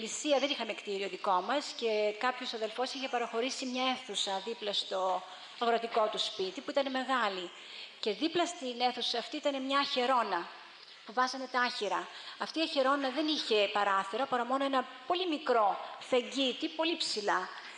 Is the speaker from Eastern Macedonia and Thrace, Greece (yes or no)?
yes; Alexandroupoli, Eastern Macedonia and Thrace, Greece; Όπως ακούσατε … και κατάγομαι από την Αγνάντη Αλεξανδρούπολης. Για όσους δεν ξέρουν γεωγραφία στην Ελλάδα, είναι κάπου εκεί κοντά στην Τουρκία. Τέρμα Ελλάς, αρχή Αλάχ. Η οικογένειά μου είναι αγροτική οικογένεια, 4 παιδιά στο σπίτι.